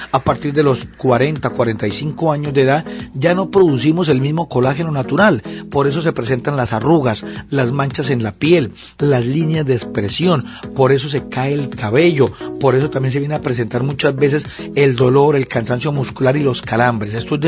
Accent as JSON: {"language": "Spanish", "country": "Colombia", "said": "No más adelante, porque como buen colombiano a veces dejamos todo para lo último."}